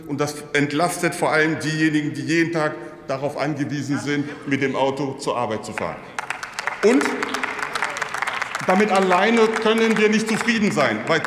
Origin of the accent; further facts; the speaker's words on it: Saxony-Anhalt, Germany; aus meiner Heimat, aus Sachsen-Anhalt, wo ich aufgewachsen bin